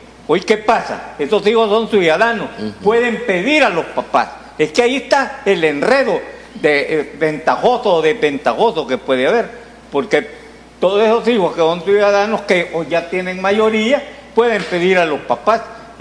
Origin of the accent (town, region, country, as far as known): El Salvador